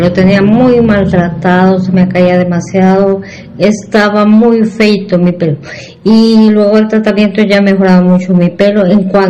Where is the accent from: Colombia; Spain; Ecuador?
Colombia; La Planada; vengo de la vereda de La Planada, tengo 53 años.